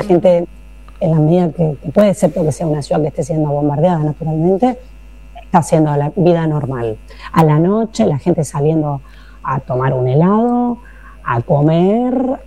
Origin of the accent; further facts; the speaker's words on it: Argentina; te preguntaban de dónde sos, de Argentina